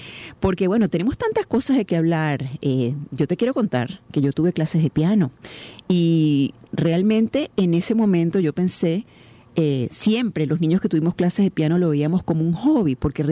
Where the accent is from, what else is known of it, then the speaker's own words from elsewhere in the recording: Caracas, Venezuela; en el apartamento de mis padres en el Rosal